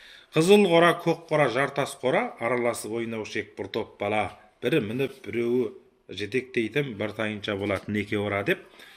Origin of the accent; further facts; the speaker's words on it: Fukang, Xinjiang, China; moved away; Өйткені енді осы кісінің де туған жері, менің де туған жерім осы Фукан қаласының Аққала ауылының негізі қыстаулық жері.